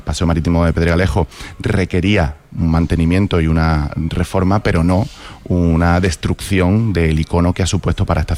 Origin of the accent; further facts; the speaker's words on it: Málaga, Andalusia, Spain; lo que somos los malagueños, nuestra identidad, nuestros folclores, nuestros símbolos.